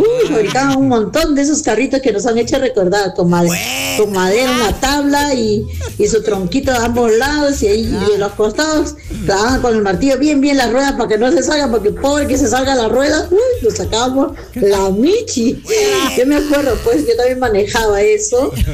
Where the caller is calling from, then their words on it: Mala, Lima, Peru; yo soy de Mala